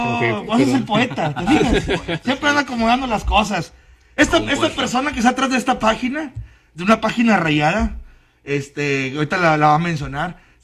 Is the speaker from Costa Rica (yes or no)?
no; Mexico; México lo traemos en el corazón. Soy mexicano, papá.